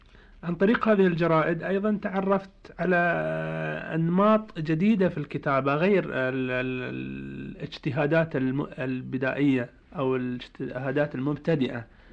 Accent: Al-Jishah, Eastern Province, Saudi Arabia; born or raised there

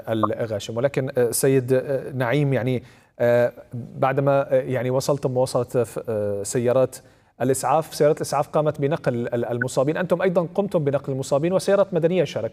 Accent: Syria; وعلينا كسوريين عموما

